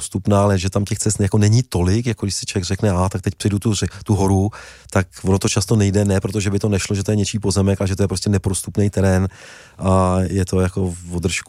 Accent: Bohemia, Czechia; also born or lived in Ireland; já jsem z Čech, jako zvyklý na to, že jsou všude turistické cesty.

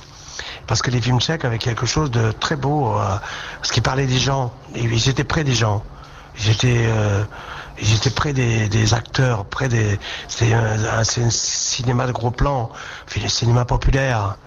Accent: France; évidemment, je suis français, j'habite en France, et la France, c'est mon pays.

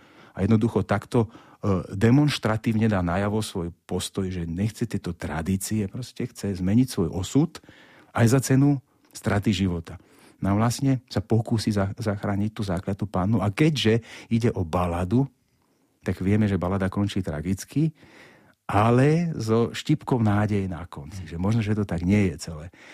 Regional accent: Nitra Region, Slovakia; ja som z vidieka a narodil som sa pod pohorím Tribeč medzi Nitrou a Topolčanmi

